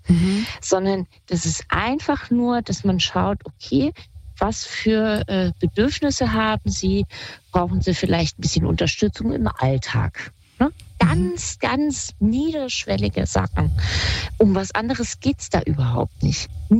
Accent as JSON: {"language": "German", "town": "Kassel", "region": "Hesse", "country": "Germany", "said": "Also ich komme ja ursprünglich aus Kassel, aber bin dann ein bisschen weiter weggegangen."}